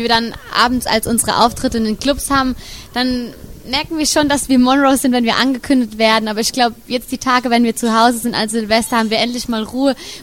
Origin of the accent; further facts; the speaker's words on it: Freiburg, Baden-Württemberg, Germany; Gestern zum Beispiel waren wir in Freiburg, in meiner Heimatstadt, hatten dort auch einen Clubauftritt